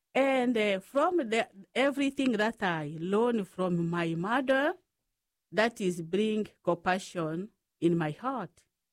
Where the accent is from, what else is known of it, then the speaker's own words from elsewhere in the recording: Wembonyama, DR Congo; English is a second language; moved away as an adult; also born or lived in Omaha, Nebraska; now in United States; I was born in Congo, in Africa, in a small village called Wembonyama. In that village, we do not have no electricity, no running water.